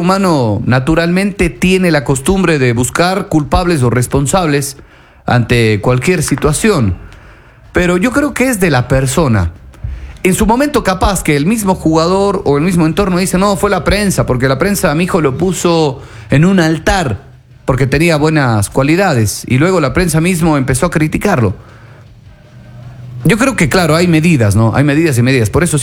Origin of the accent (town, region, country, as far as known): Ecuador